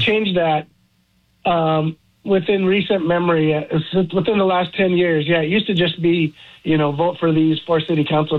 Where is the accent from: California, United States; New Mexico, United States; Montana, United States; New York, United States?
California, United States; Norwalk; also born or lived in Harbor City, Los Angeles / San Pedro / Anaheim; now in Chula Vista, United States; Mostly, I grew up in Norwalk. That's what I remember. I grew up in Norwalk, and then I went to high school in Orange County in Anaheim.